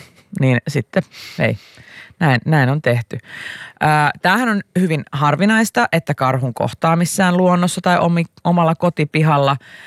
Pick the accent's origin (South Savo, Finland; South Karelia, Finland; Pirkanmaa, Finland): Pirkanmaa, Finland; Tampere; minä olen Tampereelta. Minä olen 38-vuotias.